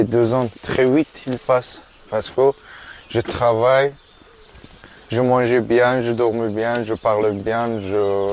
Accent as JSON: {"language": "French", "country": "Afghanistan", "lives_now": "France", "said": "Je viens d'Afghanistan. Je suis, j'ai 24 ans. J'habite à France, ça fait depuis 2 ans."}